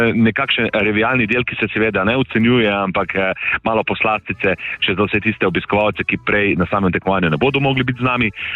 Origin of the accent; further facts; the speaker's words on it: Topolščica, Savinja, Slovenia; born there; now in Šmartno ob Paki, Slovenia; v, bom rekel, mojem rojstnem kraju, v Topolščici. In že prej, leta in leta nazaj, sem si želel eno tako tekmovanje prepeljati v moj kraj. Čeprav tam ne živim, živim zdaj v Šmartnem ob Paki, ampak vseeno, tam so moje korenine.